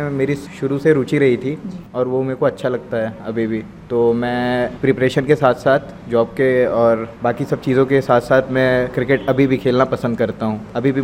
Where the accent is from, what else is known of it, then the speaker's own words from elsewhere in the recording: Ambikapur, Chhattisgarh, India; moved away as an adult; now in Delhi, India; मैं अंबिकापुर से हूं